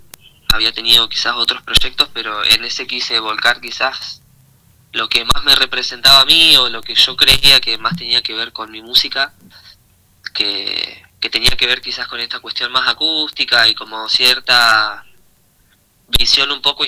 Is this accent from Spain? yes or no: no; Perito Moreno, Santa Cruz, Argentina; moved away as an adult; also born or lived in La Plata; Yo soy de acá de Perito, soy nacido y criado acá, pero me fui a estudiar a la ciudad de La Plata, me recibí allá de profe de música y estuve viviendo un tiempo allá. Y bueno, cuando volví para acá